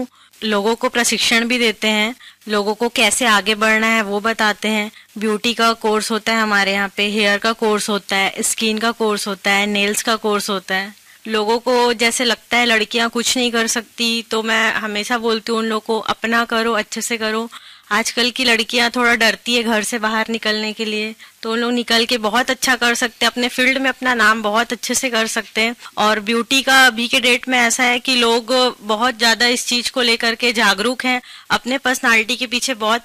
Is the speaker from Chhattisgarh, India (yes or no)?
yes; Bilaspur, Chhattisgarh, India; मैं बेसिकली बिलासपुर से ही हूँ और अभी यहीं पे ही मेरा सैलून है।